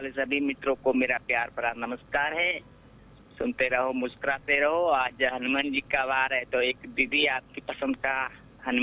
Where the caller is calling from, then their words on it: Rampura, Rajasthan, India; मेरा गांव रामपुरा राजस्थान में है, जो हमारा जिला बाड़मेर है।